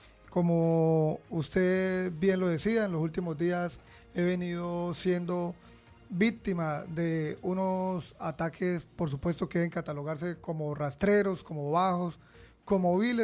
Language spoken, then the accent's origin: Spanish; Arauquita, Arauca, Colombia; soy un hijo de Arauquita y por ello me conocen